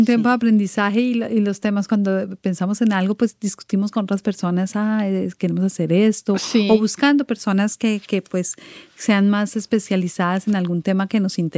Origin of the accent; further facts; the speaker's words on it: Colombia; moved away as an adult; now in Quebec, Canada; yo vengo de Colombia. también lo digo algunas veces. Yo llegué a Quebec hace 29 años. Este otoño, este agosto que acabo de pasar, cumplí 29 años de estar acá.